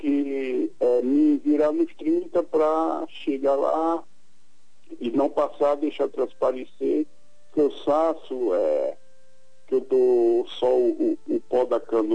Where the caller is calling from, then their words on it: Arapiraca, Alagoas, Brazil; Eu falo de Arapiraca, Alagoas.